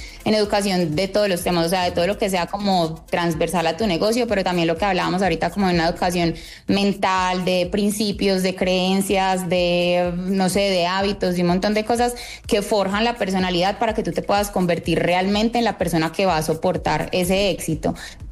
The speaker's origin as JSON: {"language": "Spanish", "region": "Antioquia", "country": "Colombia", "said": "yo como buena paisa"}